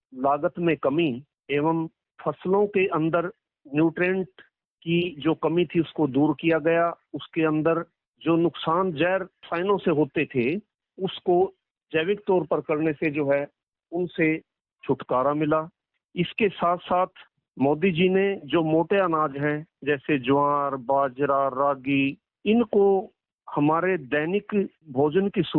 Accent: Sambli, Haryana, India; District Karnal, गांव सांबली का रहने वाला हूं और 40 सालों से जो है कृषि कार्य से जुड़ा हुआ हूं।

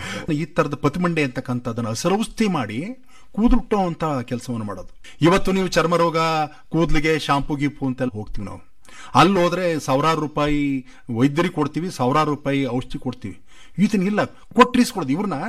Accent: Mandya district, Karnataka, India; ನನ್ನ ಹೋಬಳಿ ಬಿಣ್ಣಿಗುಳ್ಳೆ ಹೋಬಳಿ

